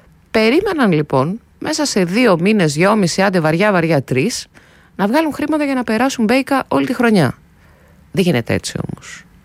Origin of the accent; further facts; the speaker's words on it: Central Macedonia, Greece; με την πατρίδα μου, τη Χαλκιδική